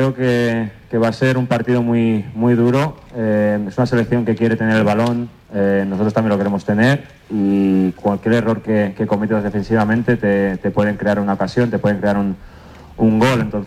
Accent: Spain; now in United Kingdom; Yo siempre me siento español, siempre he querido representar a España

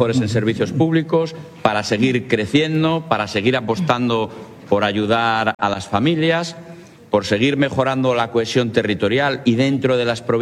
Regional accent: Salamanca, Castile and León, Spain; Es, yo soy salmantino.

